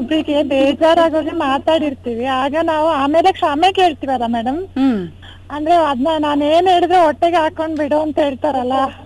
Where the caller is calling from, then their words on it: Makkandur, Karnataka, India; ನಾನು ಇಲ್ಲೇ ಮಕ್ಕಂದೂರು ಮೇಡಮ್. ಊರ್ ನನ್ನ ಇಲ್ಲ ಮಕ್ಕಂದೂರು.